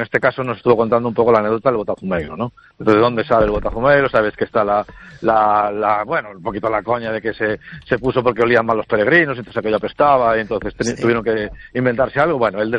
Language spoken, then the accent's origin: Spanish; Galicia, Spain; nos explicó Galicia en 7 objetos, y yo salí de esa conferencia pensando, joder, qué bonita es mi tierra, cuántas cosas tenemos